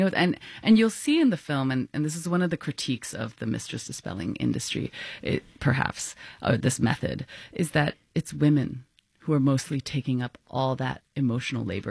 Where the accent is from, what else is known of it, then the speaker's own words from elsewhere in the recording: Hong Kong; because I grew up in Hong Kong